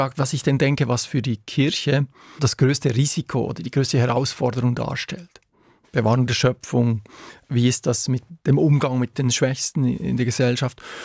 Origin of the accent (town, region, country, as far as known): Switzerland